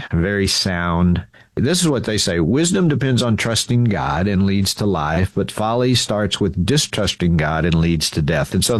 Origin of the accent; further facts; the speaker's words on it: Texas, United States; I grew up in Texas, and I've asked people sometimes about some of these, and they've never heard of them.